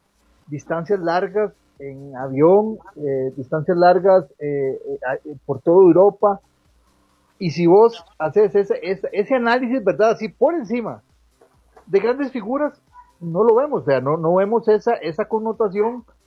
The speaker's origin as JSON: {"language": "Spanish", "country": "Costa Rica", "moved": "as an adult", "said": "habíamos como 5 ticos"}